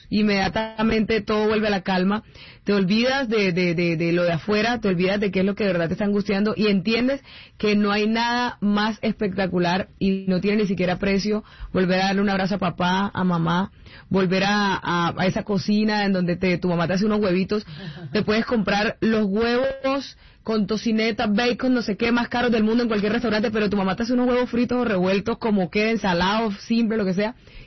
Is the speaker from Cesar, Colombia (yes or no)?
yes; Aguachica, Cesar, Colombia; also born or lived in Bogotá / Barranquilla / Bucaramanga; también trabajé un álbum desde mi tierra, Aguachica Cesar, que es mi pueblo, y me faltaba tener esa deuda pendiente con Valledupar